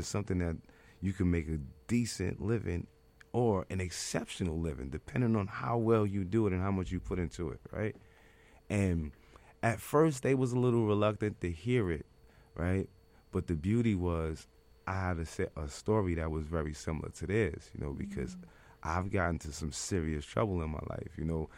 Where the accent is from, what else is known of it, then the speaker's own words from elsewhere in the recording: New York City, New York, United States; I'm from Harlem